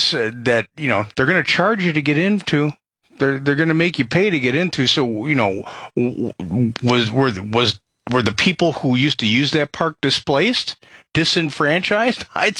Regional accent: Illinois, United States; And I grew up outside of Chicago.

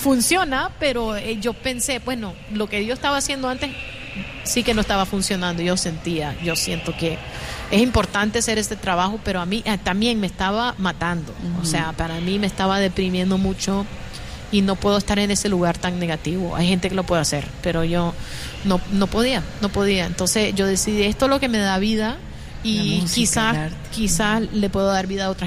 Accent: Nicaragua; yo siempre digo que soy de Nicaragua porque

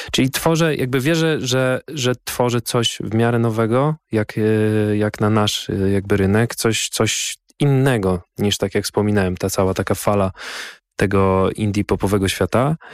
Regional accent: Skierniewice, Łódź Voivodeship, Poland; born there

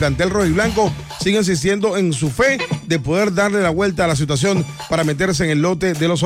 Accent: Barranquilla, Atlántico, Colombia; Yo soy barranquillero, soy juniorista

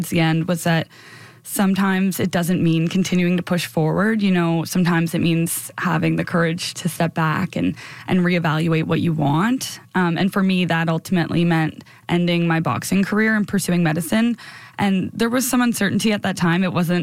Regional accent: Saint John, New Brunswick, Canada; I grew up in St. John, New Brunswick. I'm very fortunate to be able to do my medical education here.

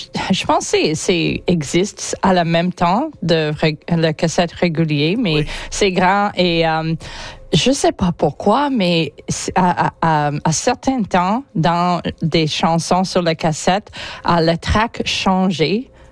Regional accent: New Brunswick, Canada; je viens de Nouveau-Brunswick

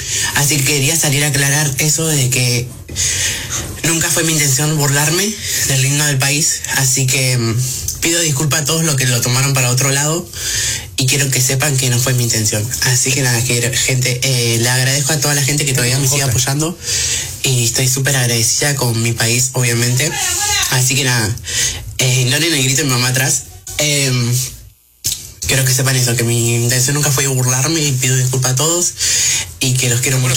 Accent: Argentina; No me burlaría nunca porque soy argentina, obviamente.

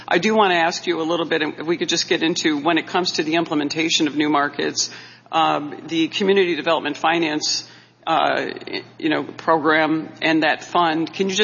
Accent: New York, United States; As a New Yorker who's very sensitive about energy prices and really bad energy policy that's driving up the costs in our state.

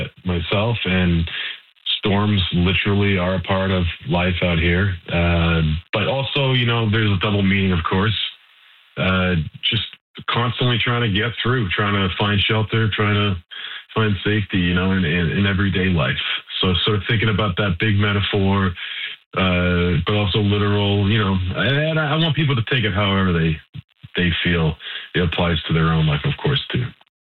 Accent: Saskatoon, Saskatchewan, Canada; we're from Saskatoon, like, but we could play sellout shows in Winnipeg and things like that.

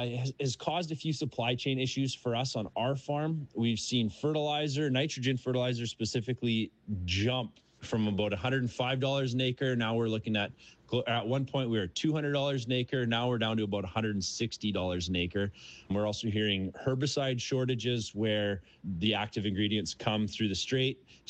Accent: Elm Creek, Manitoba, Canada; I'm a farmer from Elm Creek, Manitoba, Canada.

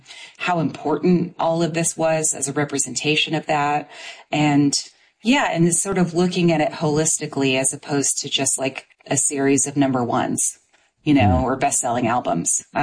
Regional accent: Indiana, United States; moved away; I'm from Southern Indiana.

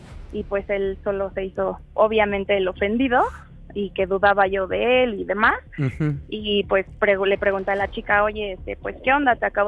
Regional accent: State of Mexico, Mexico; 35 del Estado de México.

